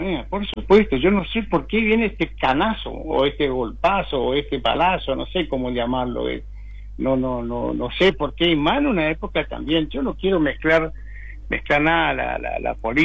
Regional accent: Puerto Iguazú, Misiones, Argentina; somos de acá de Iguazú

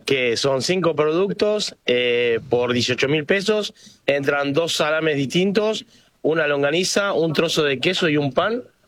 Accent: San Antonio de Areco, Buenos Aires Province, Argentina; Yo soy de San Antonio de Areco.

